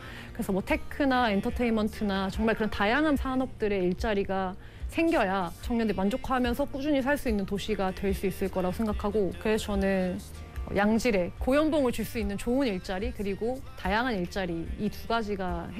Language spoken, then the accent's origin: Korean; Busan, South Korea; 저는 부산 사람이 아니지만 부산에서 나고 자라서 대학까지 졸업했는데도